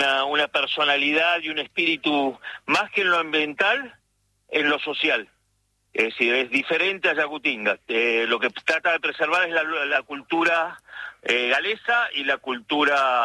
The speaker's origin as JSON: {"language": "Spanish", "town": "Bariloche", "region": "Río Negro", "country": "Argentina", "tie": "born or raised there", "also_born_or_lived": "Paraguay / Misiones", "moved": "as an adult", "said": "yo crecí criado en Bariloche. Uh-huh. Tengo 67 años y a los 30 y pico me fui a Paraguay, prometiéndole a los patagónicos, a mis amigos, y que iba a volver. Y entonces de Paraguay me fui a Misiones"}